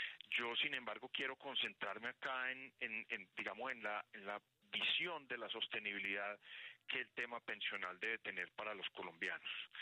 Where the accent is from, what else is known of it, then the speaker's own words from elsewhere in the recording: Colombia; Tenemos como colombianos que seguir activos, permanentes, apoyando toda esta reconstrucción